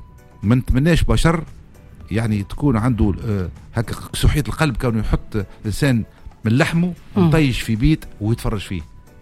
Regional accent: Gafsa, Gafsa Governorate, Tunisia; accent: Gafsi; وفخر اني من قفصة ونتكلم باللغة هذه.

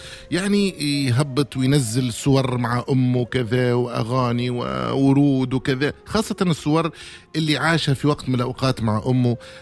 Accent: Tunisia

